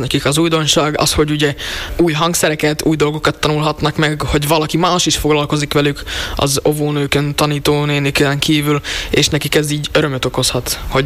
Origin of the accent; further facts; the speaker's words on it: Rožňava, Košice Region, Slovakia; Hát ide származunk, szóval nagyon tetszik.